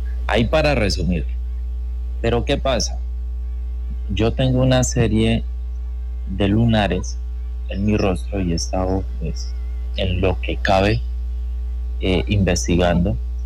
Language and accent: Spanish; Casanare, Colombia; Yo desde niño, yo soy oriundo del Casanare. En Casanare hay muchas historias, mitos y leyendas y demás